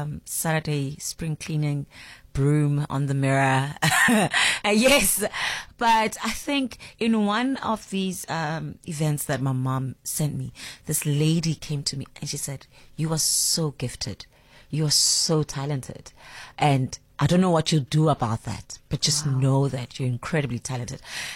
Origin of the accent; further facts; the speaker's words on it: Empangeni, KwaZulu-Natal, South Africa; moved away; So I'm from KwaZulu-Natal, and I'm from a small town called Empangeni. I grew up there with my late father